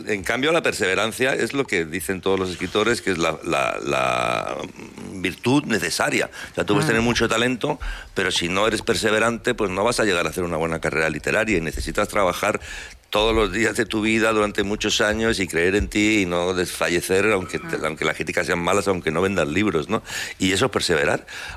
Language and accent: Spanish; Logroño, La Rioja, Spain; also born or lived in Zaragoza; Porque nosotros vivíamos en Logroño, pero los de Bilbao no hacen donde quieren, pero los de Zaragoza solo en Zaragoza.